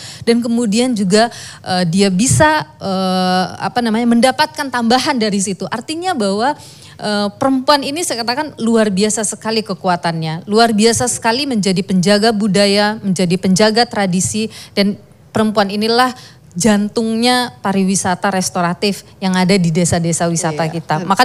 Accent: Buleleng, Bali, Indonesia; di desa Les di Bali, di Buleleng kampung saya

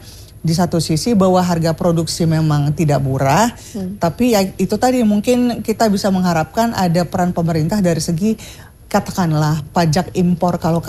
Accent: Medan, North Sumatra, Indonesia; itu aku putuskan untuk donate ke taman bacaan dan perpustakaan yang ada di Sumatera Utara karena aku dari Medan

